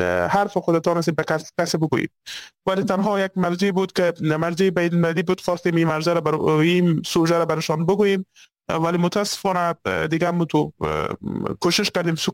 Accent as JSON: {"language": "Persian", "country": "Afghanistan", "tie": "born or raised there"}